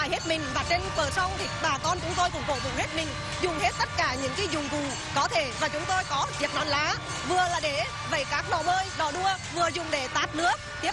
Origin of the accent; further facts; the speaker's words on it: Quang Binh, Vietnam; moved away; tôi là một người con của làng Quy Hồng, xa quê đã hơn 26 năm rồi